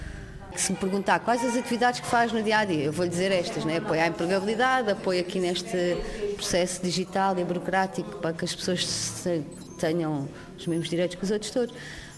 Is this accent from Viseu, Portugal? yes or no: no; Almada, Setúbal, Portugal; born there; Sim, eu não nasci aqui, não é? Nasci em Almada.